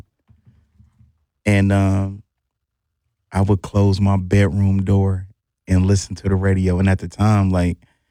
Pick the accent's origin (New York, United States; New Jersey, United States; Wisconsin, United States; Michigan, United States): Wisconsin, United States; Milwaukee; also born or lived in Rockford, Illinois; I was born in Rockford, Illinois, but raised in Milwaukee, Wisconsin. So I claim Milwaukee. All of my schools, I went there.